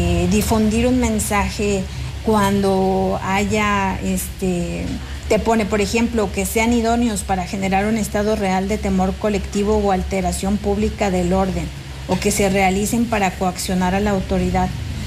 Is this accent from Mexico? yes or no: yes; San Luis Potosí, Mexico; Pero soy una ciudadana, soy potosina y tengo mucha preocupación porque este no es el San Luis que yo quiero para mi familia, para los futuros potosinos